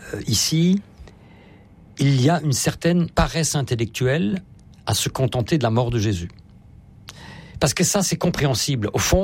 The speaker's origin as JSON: {"language": "French", "town": "Strasbourg", "region": "Grand Est", "country": "France", "said": "je suis strasbourgeois, donc en Alsace, nous avons le seul camp de concentration qui a été construit en France"}